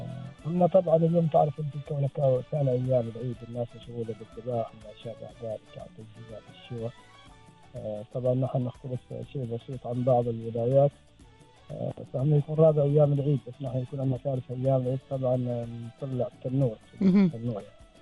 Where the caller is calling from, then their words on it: Al-Mudhaibi, Ash Sharqiyah North, Oman; من ولاية المزيد، منطقة لبق، جاب الشمال الشام، شمال الشرق.